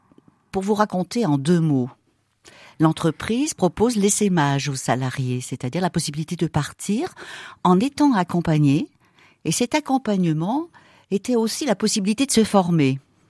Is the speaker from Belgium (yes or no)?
no; Auvergne-Rhône-Alpes, France; born there; now in Loire, France; Alors, je suis originaire du plateau Ardéchois. Mmh. J'y suis pas restée très longtemps, mais suffisamment pour avoir apprécié cette région qui est magnifique, qui est rude, mais qui forge les caractères.